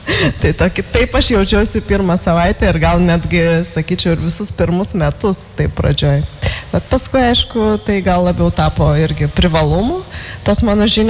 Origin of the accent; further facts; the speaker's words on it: Vilnius, Vilnius County, Lithuania; tik ne dėl to, kad buvau iš Šilutės, o nors buvau iš Vilniaus